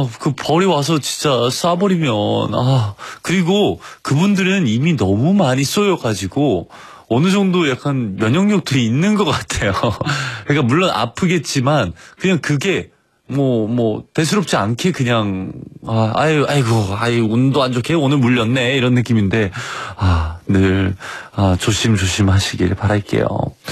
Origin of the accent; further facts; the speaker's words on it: Singapore; 저도 가끔 우리 동창 애들 싱가포르에서 자란 그 한인 학교 애들이 있는데 이제 주말 학교 그때 우리 담임 선생님이었던 정혜인 선생님